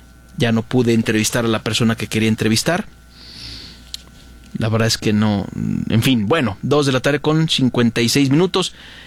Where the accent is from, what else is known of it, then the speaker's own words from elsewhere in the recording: Morelia, Michoacán, Mexico; Esos lugares que pues al final nos dieron mucha identidad a los que somos de Morelia, a los que vivimos en Morelia